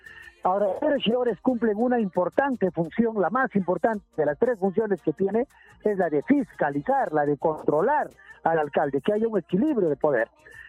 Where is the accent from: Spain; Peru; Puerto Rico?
Peru; Chilca; Yo soy una persona que ha nacido en Chilca, he crecido en Chilca y vivo en Chilca 55 años de mi vida, 34 años casado, con hijos